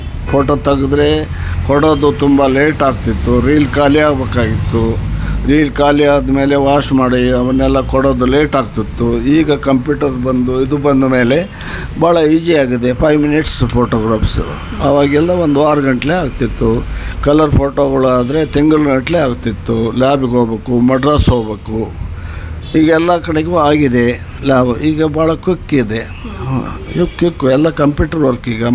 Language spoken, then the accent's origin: Kannada; Hirekerur, Karnataka, India; born there; also born or lived in Chitradurga / Holalkere; now in Shivamogga, India; ನಮ್ಮದು ಹುಟ್ಟೂರು ಅಂದರೆ negative place, Dharwad district Hirekerur. ಹಿರೇಕೆರೂರಿಂದ Chitradurga ಬಂದ್ವಿ.